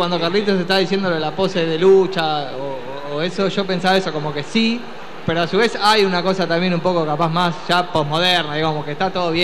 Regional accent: La Plata, Buenos Aires Province, Argentina; te decían, ah, sos de La Plata

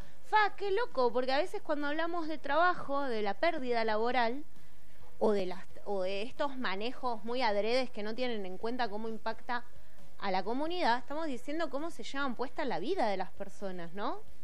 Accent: Villa Gesell, Buenos Aires Province, Argentina; yo, por ejemplo, soy de Villa Gesell

